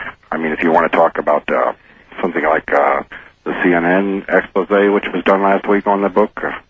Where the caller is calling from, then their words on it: Tallmadge, Ohio, United States; I'm calling from Talmadge, Ohio.